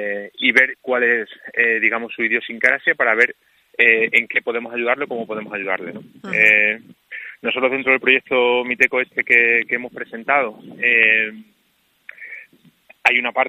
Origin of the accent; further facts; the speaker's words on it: Ribera del Fresno, Extremadura, Spain; Ahora el proyecto está centrado en la comarca Tierra de Barros Sierra Grande, pues porque nosotros somos de Ribera del Fresno y porque creemos firmemente en nuestro territorio